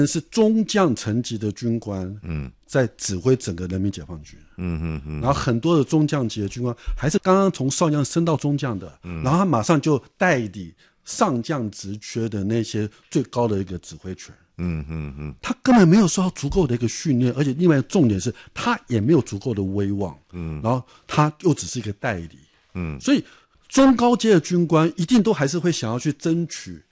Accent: Taiwan; 这当然对我们台湾人短期之内或许至少短多啦

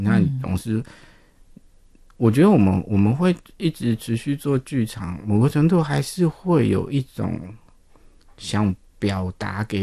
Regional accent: Taiwan; accent: Taiwanese Hokkien; first language Taiwanese Hokkien; Chinese is a second language; 我都比较强调用我的母语，就是台语做创作

